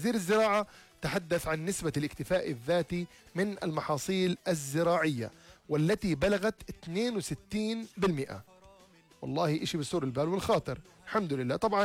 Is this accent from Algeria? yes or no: no; Jordan; بلدي الأردن